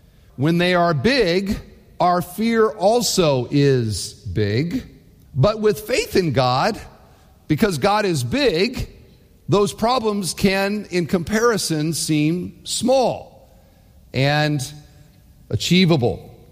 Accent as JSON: {"language": "English", "town": "Cedar Falls", "region": "Iowa", "country": "United States", "tie": "born or raised there", "said": "so I grew up in Cedar Falls, Iowa."}